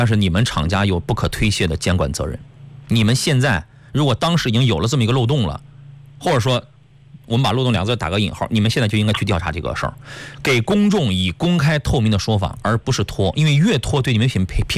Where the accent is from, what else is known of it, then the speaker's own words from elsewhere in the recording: Qingdao, Shandong, China; moved away; 我们青岛的，我老家的朋友